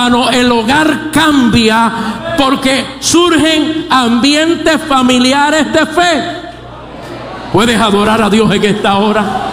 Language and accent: Spanish; Puerto Rico; He nacido en los campos de mi tierra, Puerto Rico.